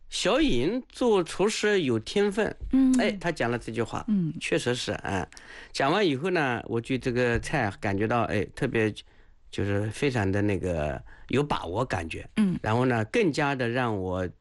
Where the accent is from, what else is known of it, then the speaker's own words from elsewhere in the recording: Anhui, China; moved away as an adult; also born or lived in Beijing; 作为一个安徽人